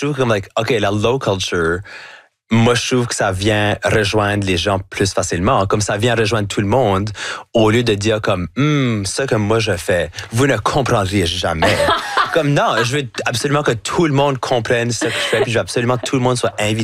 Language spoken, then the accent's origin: French; Acadia, Canada; accent: chiac; Parce que j'ai un accent qui va jamais être neutre. Donc là, de complètement laisser ça aller, puis de faire tout ce que je fais avec mon accent, avec mon chiac. Pour moi, c'est comme, ah ben c'est bien plus fun parce que là, tout d'un coup, je peux comme apporter l'Acadie avec moi partout où